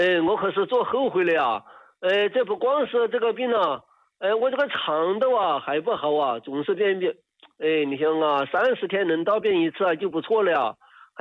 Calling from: Chongqing, China; 哎，我是重庆的。

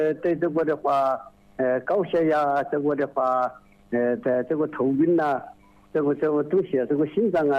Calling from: Tianmen, Hubei, China; 我们是天门的小板的。

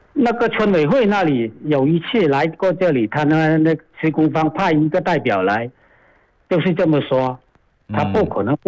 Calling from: Yangjiang, Guangdong, China; 在阳江市唐坪镇新坡川。

